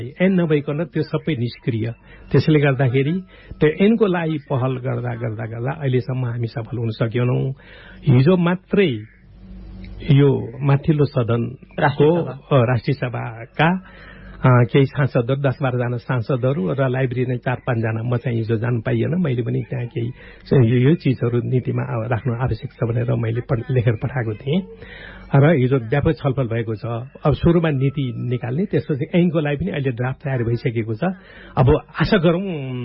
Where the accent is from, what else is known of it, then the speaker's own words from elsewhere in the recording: Bagmati, Nepal; मेरो घर रामेछाप हो